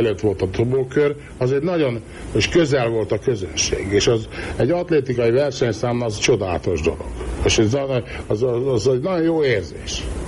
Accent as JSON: {"language": "Hungarian", "country": "Hungary", "said": "mert magyar vagyok"}